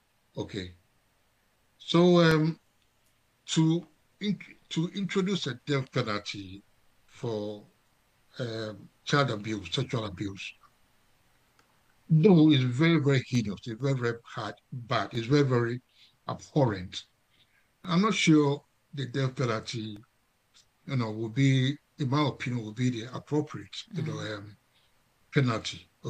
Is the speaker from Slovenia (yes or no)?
no; Ghana; I come from Ghana